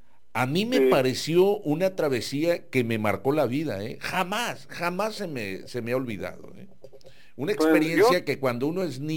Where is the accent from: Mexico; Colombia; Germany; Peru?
Mexico; Nayarit; Yo soy del estado de Nayarit, particularmente de la costa, acá, ajá, pegado a Sinaloa.